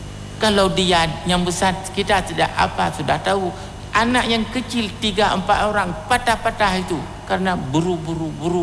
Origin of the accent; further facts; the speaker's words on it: Indonesia; born there; Ada orang di kampung saya di Pasir dulu